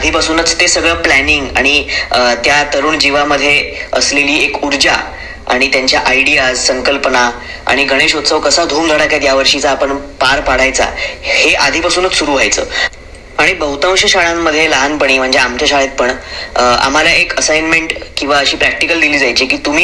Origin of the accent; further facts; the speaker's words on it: Mumbai, Maharashtra, India; मी 25 वर्षांचा आहे आणि मी एक गिरगावकर आहे.